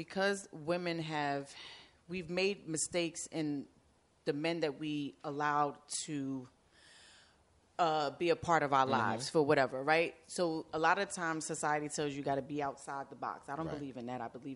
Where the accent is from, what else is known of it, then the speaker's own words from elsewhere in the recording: New York City, New York, United States; I grew up in Edenwald Project.